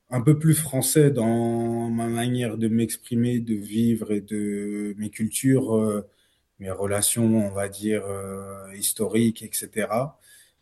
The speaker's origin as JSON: {"language": "French", "town": "Lagnieu", "region": "Auvergne-Rhône-Alpes", "country": "France", "tie": "born or raised there", "also_born_or_lived": "Montreal, Canada / Paris, France", "said": "Moi, je suis d'origine haïtienne, adoptée à l'âge de 6 mois par des parents franco-canadiens. J'ai grandi à Montréal jusqu'à mes 5 ans, à peu près, 4 ans, 5 ans. Après, j'ai bougé en France à Paris au début"}